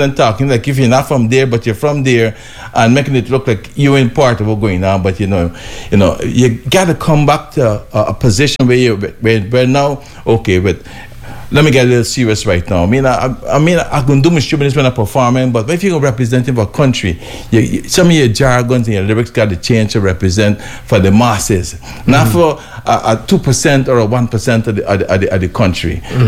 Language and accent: English; Guyana